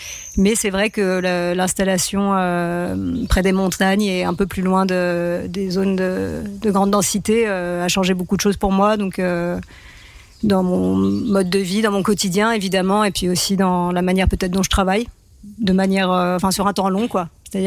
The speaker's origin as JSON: {"language": "French", "town": "Paris", "region": "Île-de-France", "country": "France", "said": "Quand moi, je venais quand même de Paris"}